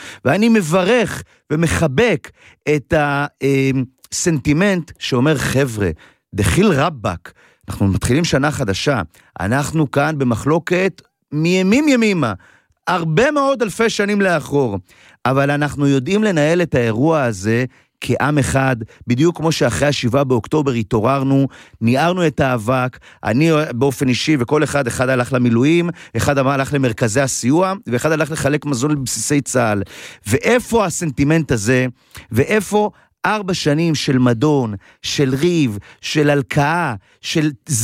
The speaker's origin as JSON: {"language": "Hebrew", "town": "Ein Gev", "region": "Northern District", "country": "Israel", "tie": "born or raised there", "said": "אני גדלתי בכנרת בעין גב, ואצלנו כשרצינו לאמן את הכושר הגופני שלנו לקראת הצבא"}